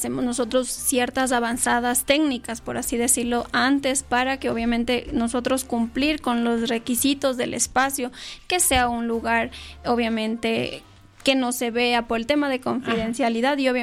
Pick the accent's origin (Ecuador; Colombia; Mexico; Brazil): Ecuador; nosotros aquí como ecuatorianos